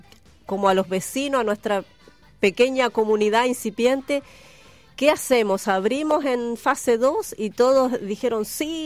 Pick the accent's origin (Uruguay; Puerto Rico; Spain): Uruguay; moved away as an adult; now in Chile; Yo soy uruguaya y llegué hace muchos años a Chile, y fue una de las primeras ciudades que conocí y me encantó. Además, viviendo en Santiago, extrañaba mucho el mar, que era lo que yo tenía toda mi vida en Uruguay